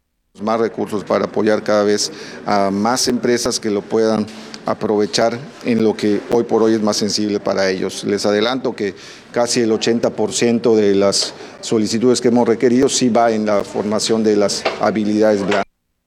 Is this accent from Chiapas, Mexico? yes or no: no; Yucatán, Mexico; tenemos todos como sociedad yucateca